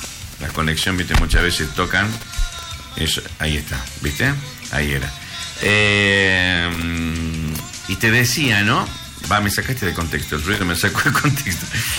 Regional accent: Campo Santo, Salta, Argentina; en mi pueblo, en Camposanto, ¿no? En el barrio, Libertad.

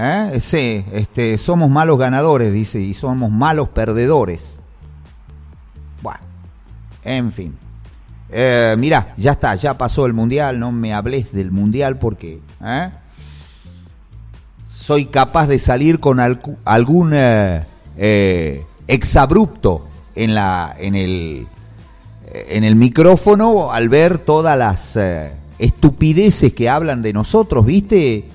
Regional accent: Argentina

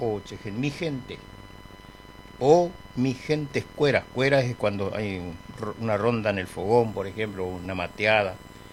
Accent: Argentina; Yo soy argentino.

